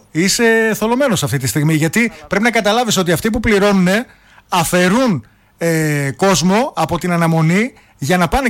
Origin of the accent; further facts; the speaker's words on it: Greece; Αλλά θεωρώ ότι ως Έλληνες δεν είμαστε για άμεση δημοκρατία.